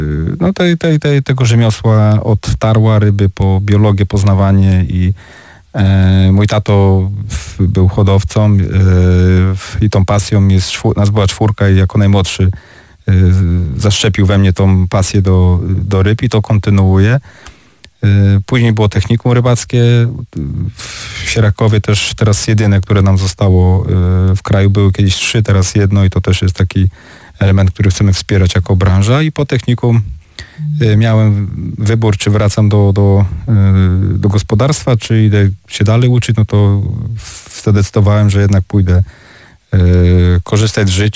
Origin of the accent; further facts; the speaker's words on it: Gosławice, Greater Poland Voivodeship, Poland; now in Opole, Poland; ja nie pochodzę z Opolszczyzny, ja pochodzę z Gosławic, koło Konina, Wielkopolskie województwo i tam się urodziłem właśnie na hodowli ryb